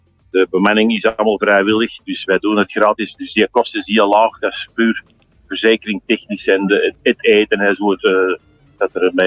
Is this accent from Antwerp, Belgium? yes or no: yes; Antwerp, Belgium; Ik ben zelf van Antwerpen, op zijn Antwerpse zeggen. Ik ken daar God en klein biertje.